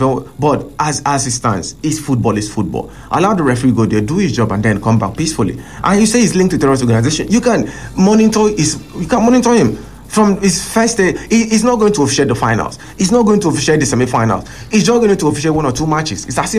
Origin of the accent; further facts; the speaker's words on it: Nigeria; as a Nigerian sport lover, football lover